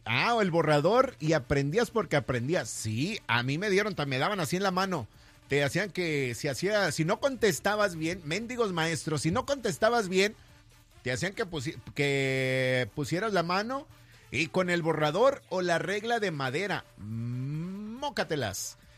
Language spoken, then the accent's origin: Spanish; Mexico